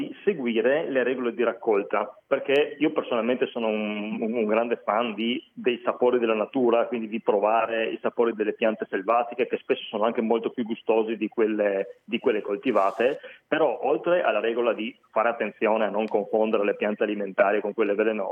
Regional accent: Friuli-Venezia Giulia, Italy

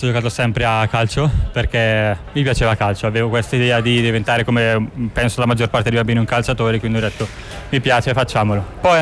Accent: Brembate di Sopra, Lombardy, Italy; Brembate di Sopra, squadra del mio paese.

